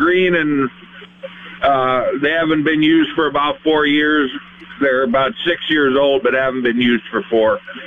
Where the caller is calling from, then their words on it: Springfield, South Dakota, United States; from Springfield, hey, South Dakota.